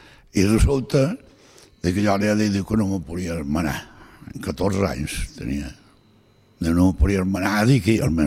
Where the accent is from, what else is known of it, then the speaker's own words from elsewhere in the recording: Lalín, Galicia, Spain; born there; Vas néixer a Lalín, província de Pontevedra, i a la parròquia de Don Ramiro, però sol t'havia dit que havia nascut allà.